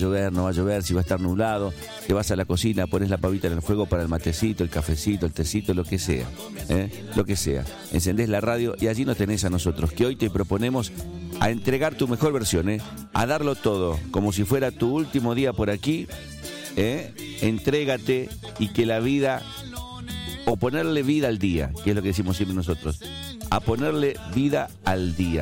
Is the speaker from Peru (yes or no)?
no; Argentina; sentimos como argentinos